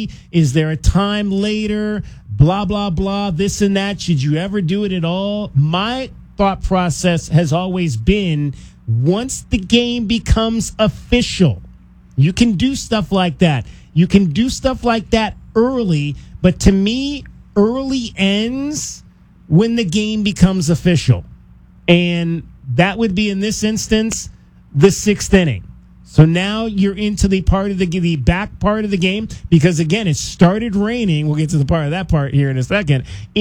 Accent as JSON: {"language": "English", "town": "Cleveland", "region": "Ohio", "country": "United States", "said": "I'm from Cleveland."}